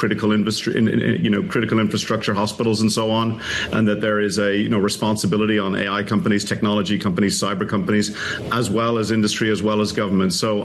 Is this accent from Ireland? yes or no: yes; Ireland; I'm from Ireland, we have a saying there that, you know, it takes a village to solve a hard problem.